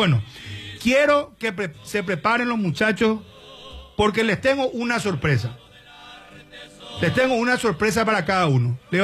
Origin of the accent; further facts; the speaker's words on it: Paraguay; nosotros los paraguayos nos vemos, no tocamos, no nos recostamos, no nos vamos a orinar juntos, no somos paraguayos.